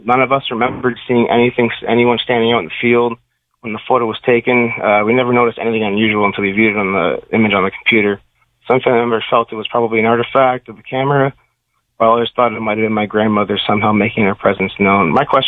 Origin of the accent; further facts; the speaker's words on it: Burlington, Ontario, Canada; from Burlington, Ontario.